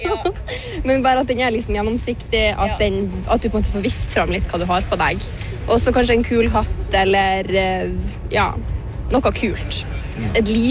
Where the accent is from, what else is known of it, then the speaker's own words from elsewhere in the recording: Sortland, Nordland, Norway; vi kommer jo begge fra Sortland